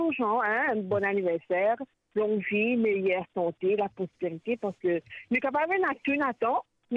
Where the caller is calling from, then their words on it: Rodrigues, Mauritius; chez nous à Rodrigue.